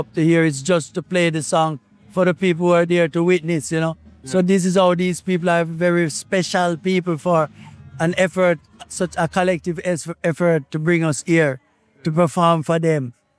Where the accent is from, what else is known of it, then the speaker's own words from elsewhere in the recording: Tours, Centre-Val de Loire, France; also born or lived in Paris; I grew up in Paris. I was born in Paris, and then I grew up in a small city called Tours.